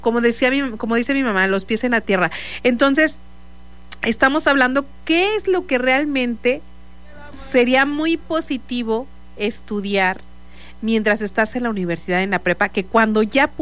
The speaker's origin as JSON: {"language": "Spanish", "country": "Mexico"}